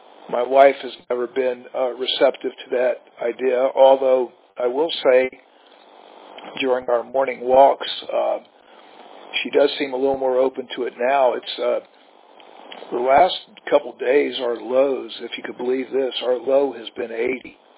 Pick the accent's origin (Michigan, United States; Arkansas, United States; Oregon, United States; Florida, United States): Florida, United States; Tampa; No, I was born and raised here in Tampa. Spent 7 years in Gainesville going to college and then law school. And that's it. I've lived here all my life.